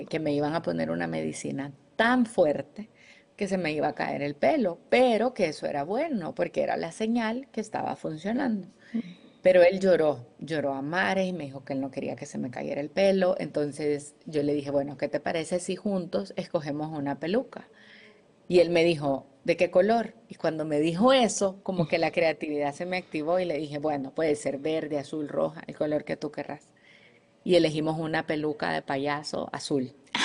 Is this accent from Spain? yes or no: no; El Salvador; yo soy de El Salvador